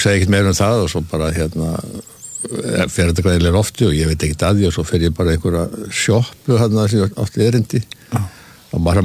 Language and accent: Icelandic; Capital Region, Iceland; Ég óttulega ólst upp eiginlega svolítið á Hlíðarenda.